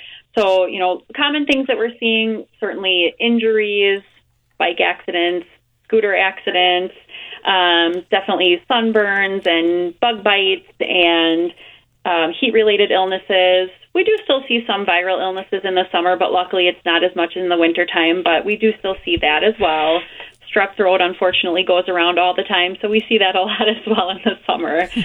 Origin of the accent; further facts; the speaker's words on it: Fox Valley, Wisconsin, United States; So I grew up in the Fox Valley